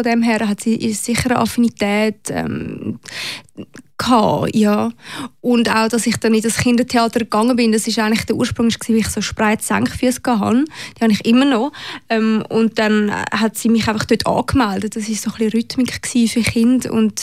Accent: Zurich, Switzerland; moved away as an adult

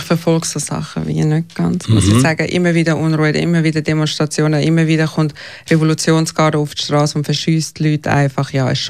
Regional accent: Switzerland; Und es war schon eine ständige Angst gewesen, aber mehr als Schweizer, wo man Angst hat, dass man nichts Falsches macht, damit einem ja nichts passiert mehr.

